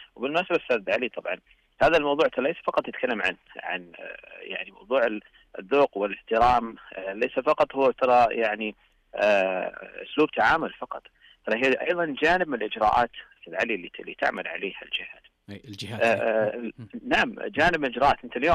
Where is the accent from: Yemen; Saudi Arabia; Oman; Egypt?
Saudi Arabia; أولا كمسلمين، ثانيا كسعوديين